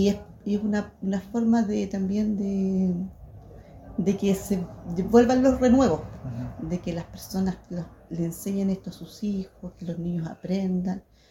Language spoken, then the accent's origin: Spanish; Temuco, Araucanía, Chile; vengo de Temuco y yo me dedico a la gastronomía mapuche